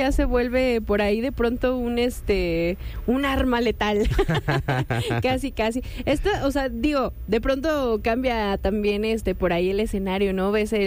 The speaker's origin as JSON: {"language": "Spanish", "country": "Mexico"}